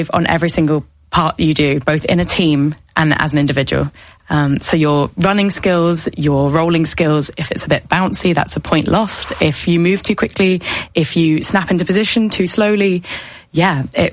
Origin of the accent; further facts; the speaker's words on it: Wimbledon, London, United Kingdom; So I grew up around Wimbledon and I got to train and I got selected.